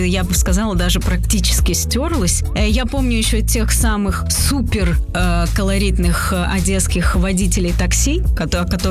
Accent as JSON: {"language": "Russian", "town": "Odesa", "region": "Odesa Oblast", "country": "Ukraine", "tie": "born or raised there", "said": "Изначально я родилась на Молдаванке, прожила там юность свою."}